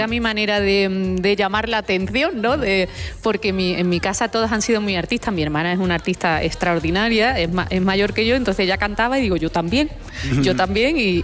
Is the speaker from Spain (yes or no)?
yes; Andalusia, Spain; yo soy andaluza y cuando aprieto el acento